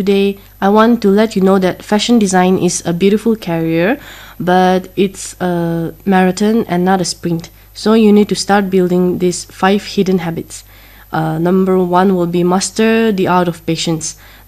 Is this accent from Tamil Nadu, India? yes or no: no; Nagaland, India; Growing up in Nagaland, we are surrounded by rich cultural textiles and craftsmanships.